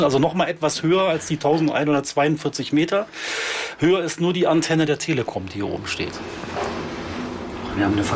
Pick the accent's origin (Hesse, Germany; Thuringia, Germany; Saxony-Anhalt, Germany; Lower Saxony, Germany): Saxony-Anhalt, Germany; Ich komme aus Sachsen-Anhalt